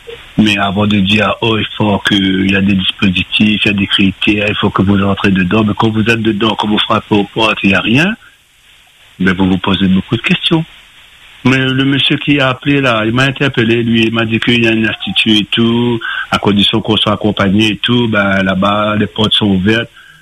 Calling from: Réunion; ici à La Réunion

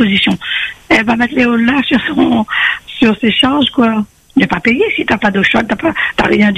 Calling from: France

